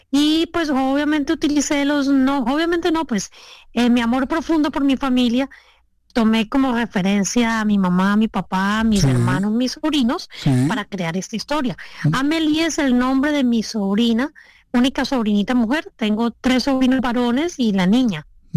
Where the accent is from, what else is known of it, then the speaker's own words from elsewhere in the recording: Colombia; En Colombia comemos bocadillo, en todas las regiones de Colombia creo que siempre hay un bocadillito en casa